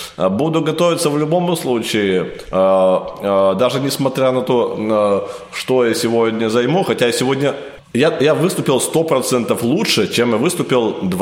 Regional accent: Perm Krai, Russia; но на самом деле я из Пермского края, как бы, но еще севернее Перми, то есть 180 километров от города Березники.

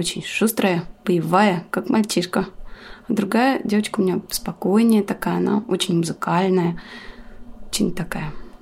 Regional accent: Kazan, Tatarstan, Russia; Я приехала из самого замечательного города России, города Казани, третья столица.

